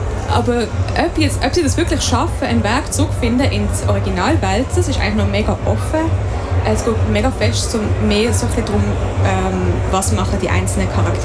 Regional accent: Basel, Basel-Stadt, Switzerland; accent: Basel German; Ich sage immer, ich bin aus Basel. Mein Dialekt ist schon mega fest baslerisch.

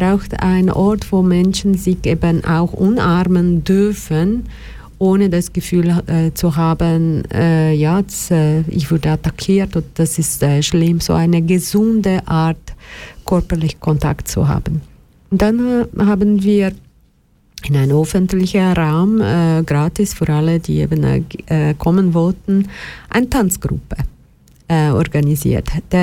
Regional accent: Brazil; Ich bin Brasilianerin, ich liebe Tanzen und Singen und alles.

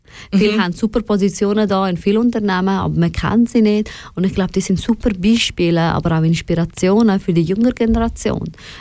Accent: Switzerland; Ich meine, ich sehe mich halt auch als Schweizerin.

